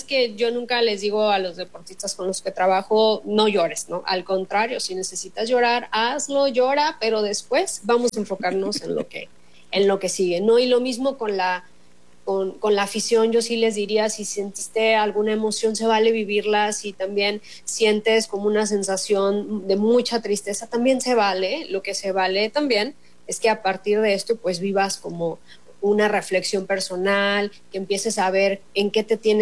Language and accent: Spanish; Mexico; de la comunidad como mexicanos